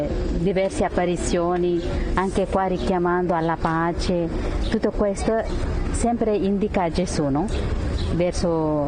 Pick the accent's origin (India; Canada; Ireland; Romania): India; Italian is a second language; now in Italy